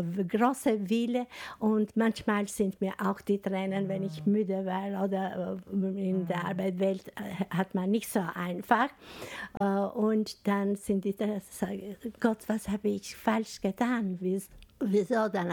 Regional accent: Albania; German is a second language; moved away; woher kommst du aus Albanien? Aus Albanien und dann war total etwas anderes. Wir leben hier.

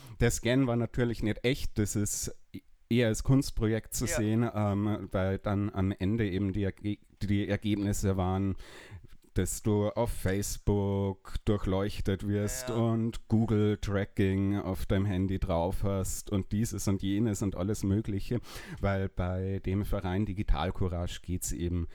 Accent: Bavaria, Germany; accent: slightly Bavarian; aufgrund meines leicht bayerischen Spracheinschlages

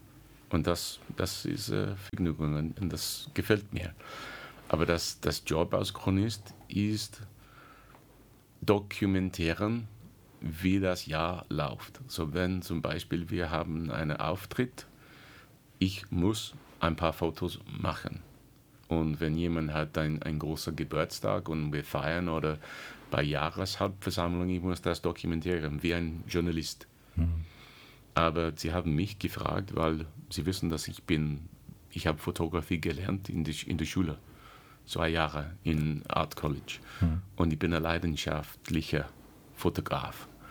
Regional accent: Walton-on-Thames, South East England, United Kingdom; German is a second language; moved away as an adult; also born or lived in Chelsea, London; now in Zell am See, Austria; Ich bin in Chelsea geboren, aber mein Kinderzeit war in Walton-on-Thames. Das ist 20, 25 Minuten außen vom London. Und das ist auch ein kleines Dorf, ungefähr der gleiche, vom Menschen, das ist ungefähr 10.000

